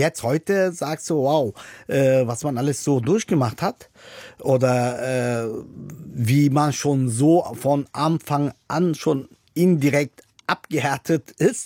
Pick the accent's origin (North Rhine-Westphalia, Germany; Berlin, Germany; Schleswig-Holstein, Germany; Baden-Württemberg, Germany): Berlin, Germany; aufgewachsen bin ich in Berlin-Kreuzberg, Oberkrankenhaus geboren. Meine Eltern sind ja dann eingezogen von Türkei nach Deutschland halt und die Anlaufstelle war halt Berlin-Kreuzberg.